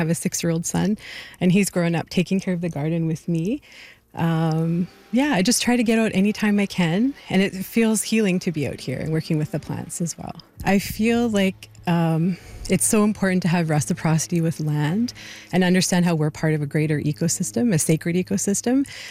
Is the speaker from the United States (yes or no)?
no; Northern Canada, Canada; growing up in the North as well, it's always just been important to me to have a relationship with land.